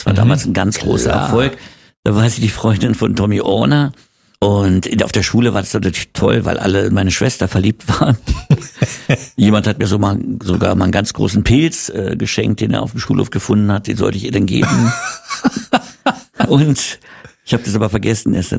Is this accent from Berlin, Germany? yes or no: yes; Berlin, Germany; born or raised there